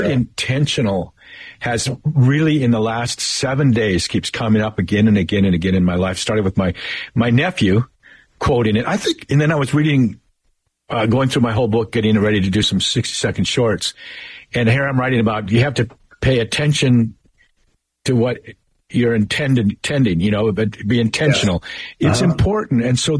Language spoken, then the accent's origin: English; Santa Cruz, California, United States; now in Texas, United States; You know, when I moved from California to Texas, I was raised in a place, Santa Cruz, where I never glistened with perspiration unless I was working up a sweat.